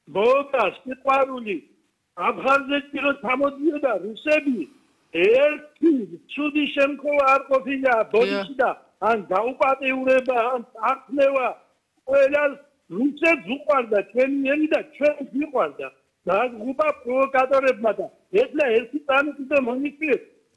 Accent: Abkhazia, Georgia; moved away as an adult; მე აფხაზეთში გავიზარდე. იქ ვისწავლე, იქ ავიდი ფეხი და ეხლა უკვე პატარა არა ვარ. 70 წელს ვარ

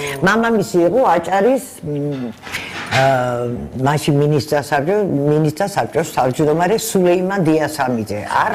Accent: Tbilisi, Georgia; born or raised there

